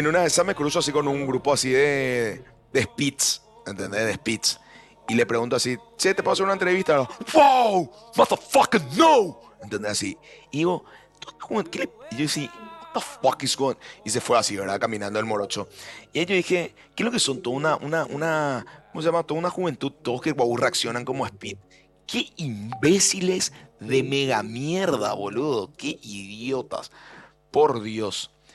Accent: Paraguay; este es el momento donde nosotros nos demostramos lo que somos los paraguayos y decidimos rifar esa oportunidad.

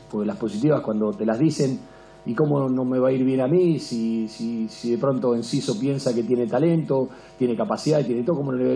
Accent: Argentina; Y esto se los dije a los jugadores como argentinos. Le digo, miren, yo le voy a decir una cosa como argentino, no como técnico de la selección paraguaya.

